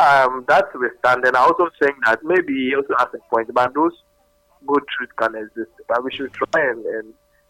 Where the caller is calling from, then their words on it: Greater Accra, Ghana; So this is … I'm from Ablekuma.